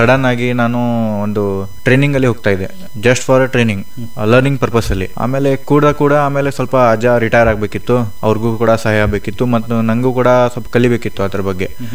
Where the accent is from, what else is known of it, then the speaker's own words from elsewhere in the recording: Belagavi, Karnataka, India; born there; also born or lived in Pune; ಬೆಳಗಾವಿ ನಿವಾಸಿ. ಅದು ನಾನು ಹುಟ್ಟಿದ್ದು ಪುಣಾಲಿ, ನಮ್ಮ ಮಮ್ಮಿ ಆ ಸೈಡ್ದವರು ಪುಣಾದಲ್ಲಿ. ಆಮೇಲೆ ಅಲ್ಲಿ ಬರ್ತಾಯಿತ್ತು, ಅಲ್ಲೇ ಸ್ವಲ್ಪ ಎಜುಕೇಷನ್ ಕೂಡ ಆಯಿತು. ಮತ್ತು ರಿಟರ್ನ್ ಆಫ್ ಬೆಲ್ಗಮ್ದಿಂದ ಮತ್ತೆ ಅಲ್ಲಿ ಟ್ರಾನ್ಸ್ಫರ್ ಆಯಿತು. ಜಾಬ್ಗೋಸ್ಕರ ಡ್ಯಾಡಿ ಅದು ಅಲ್ಲಿ ಶಿಫ್ಟ್ ಆದರು.